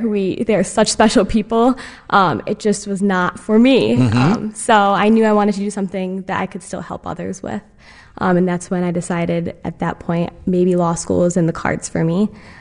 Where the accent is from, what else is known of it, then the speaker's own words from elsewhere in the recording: Northville, Michigan, United States; So I was born and raised in Michigan in a town called Northville. It's one of the Detroit suburbs.